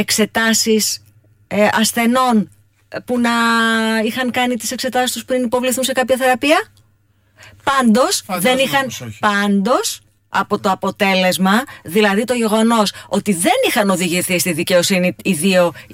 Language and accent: Greek; Drymonas, Western Greece, Greece; τσάτρα-πάτρα που λένε και στο χωριό μου, στο Δρυμόνα Ετωλοκαρνανίας?